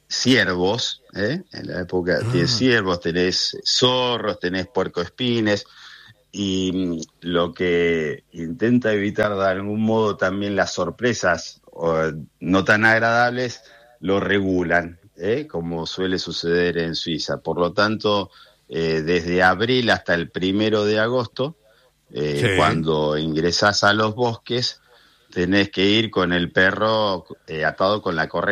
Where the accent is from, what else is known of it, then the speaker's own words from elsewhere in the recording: Río Gallegos, Santa Cruz, Argentina; Yo soy de Río Gallegos.